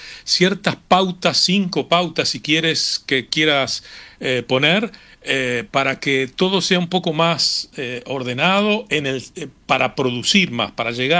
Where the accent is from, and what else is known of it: Uruguay